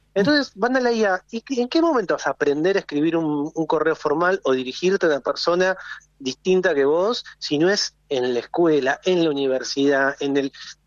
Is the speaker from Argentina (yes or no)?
yes; Campana, Buenos Aires Province, Argentina; yo nací en 1980, mi cuarto adolescente, soy de provincia de Buenos Aires, ciudad de Campana, y el cuarto de mi casa era, lo compartía con mi hermano